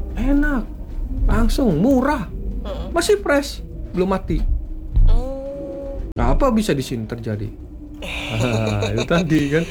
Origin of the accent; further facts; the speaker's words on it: Lampung, Indonesia; Ini sebut-sebut di Lampung, saya dari Lampung.